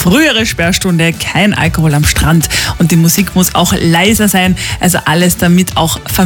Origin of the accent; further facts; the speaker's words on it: Carinthia, Austria; ich kenne das sehr gut als Kärntnerin